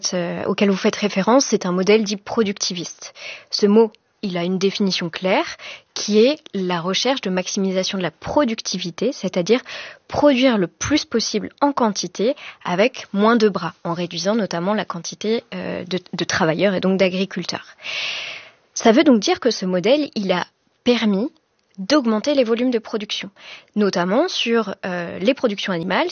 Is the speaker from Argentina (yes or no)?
no; France; chez nous en France